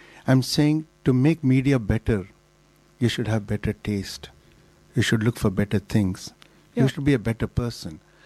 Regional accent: Bangalore, Karnataka, India; born there; I was born in Bangalore, so Bangalore is my favorite city.

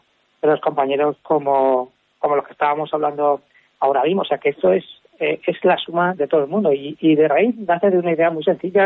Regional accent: Consuegra, Castilla-La Mancha, Spain; yo soy de Consuegra

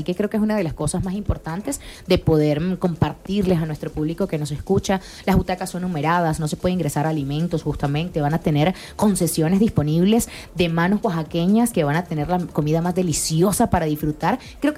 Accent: Venezuela; now in Mexico; yo soy venezolana, pero ya estoy bien adoptada en México

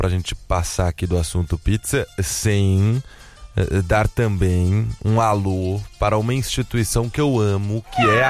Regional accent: Campinas, São Paulo, Brazil; Quando eu era moleque lá em Campinas, a gente se juntava também.

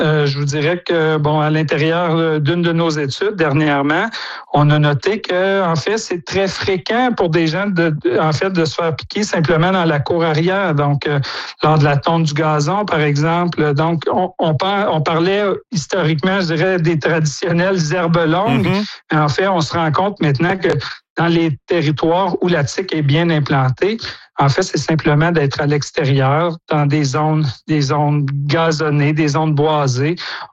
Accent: Quebec, Canada; chez nous au Québec

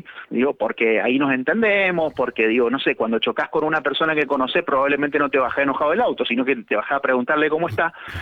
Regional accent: Mendoza, Argentina; como nosotros somos de Mendoza

